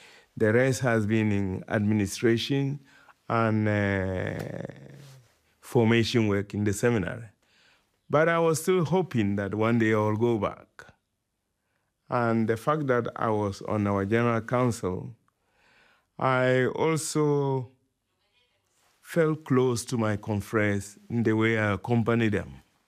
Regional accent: Kaleo, Upper West, Ghana; born there; moved away; Yes, I'm a Dagara or a Dagao.

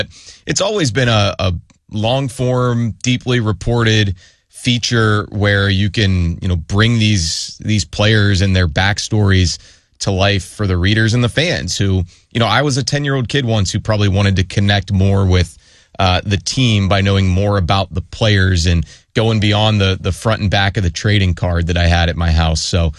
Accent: Pittsburgh, Pennsylvania, United States; it was a dream to cover them for the last 7 years for my hometown paper.

